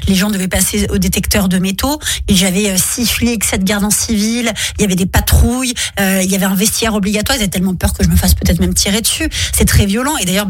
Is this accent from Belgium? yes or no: no; Morocco; Nous, on est berbères, on vient du Maroc